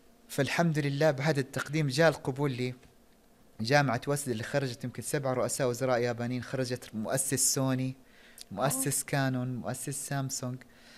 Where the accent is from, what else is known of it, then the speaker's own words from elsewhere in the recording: Saudi Arabia; moved away as an adult; قال لي أنت من فين؟ قلت له من السعودية.